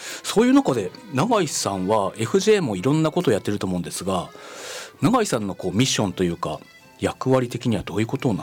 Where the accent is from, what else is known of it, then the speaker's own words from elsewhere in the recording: Ishinomaki, Miyagi, Japan; やっぱ石巻って多分住んでる方今約13万人ですけど、生まれ育った僕もそうですが、やっぱ水産の町という意識はあると思うんですよ。